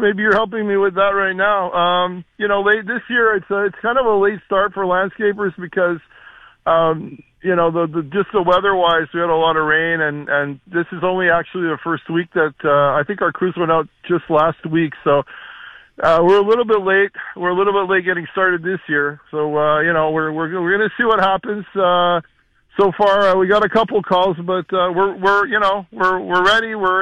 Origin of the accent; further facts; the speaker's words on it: Canada; my grandfather came here from a foreign land, made it his home, and I'm proud to be Canadian.